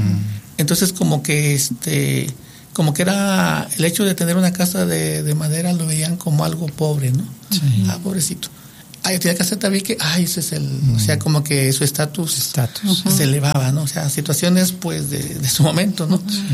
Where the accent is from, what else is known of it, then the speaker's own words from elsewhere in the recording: Michoacán, Mexico; born there; now in Durango, Mexico; yo vengo de Michoacán, y allá en el lugar donde nací, pues también es un bosque clima templado, y pues como que las casas eran de madera.